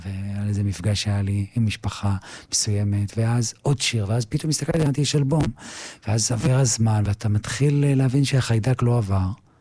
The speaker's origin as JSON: {"language": "Hebrew", "town": "Lod", "region": "Central District", "country": "Israel", "tie": "born or raised there", "moved": "as an adult", "lives_now": "Tel Aviv, Israel", "said": "אני עברתי מלוד לתל אביב, אתה יודע, אני 20 שנה כבר תל אביב, וכמו שהייתי 20 שנה לודאי"}